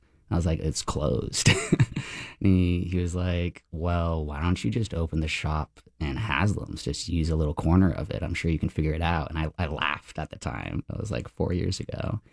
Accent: St. Petersburg, Florida, United States; So honestly, like growing up in St. Pete, there's never been a good comic book store or like indie zine shop.

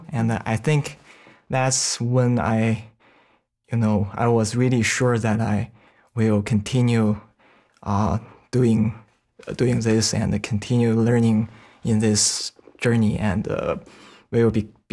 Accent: China; moved away; I'm originally from China.

